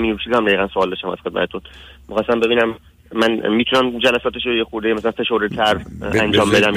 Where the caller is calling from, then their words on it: Iran; من حالا توی ایران